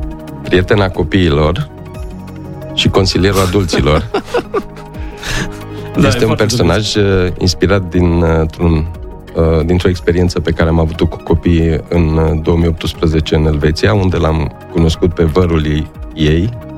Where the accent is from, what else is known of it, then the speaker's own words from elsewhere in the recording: Copăcel, Brașov County, Romania; now in Miercurea Ciuc, Romania; Copăcel, da. De lângă Făgăraș, și eu și soția, la terminarea facultății am fost repartizat acolo.